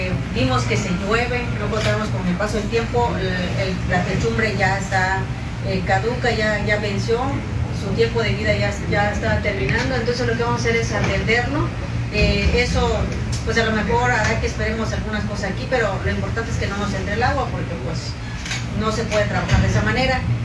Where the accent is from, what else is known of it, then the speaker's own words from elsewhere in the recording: Tenabo, Campeche, Mexico; nosotros como somos originarios de Tenabo